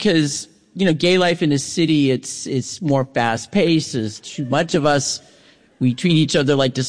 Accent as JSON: {"language": "English", "region": "East Coast", "country": "United States", "tie": "born or raised there", "moved": "yes", "said": "I lived here like 40 years and I grew up on the East Coast."}